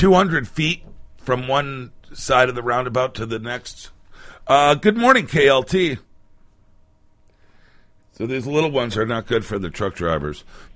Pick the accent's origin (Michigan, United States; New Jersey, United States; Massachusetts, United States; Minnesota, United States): Massachusetts, United States; Boston; moved away; I grew up in the Boston area